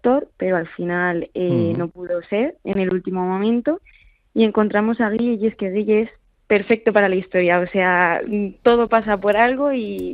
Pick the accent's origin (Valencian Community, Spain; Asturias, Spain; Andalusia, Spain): Valencian Community, Spain; Torrevieja; soy de Torrevieja y poder rodar en un escenario como las Salinas de Torrevieja y encima con esa cosa tan especial que es mi pueblo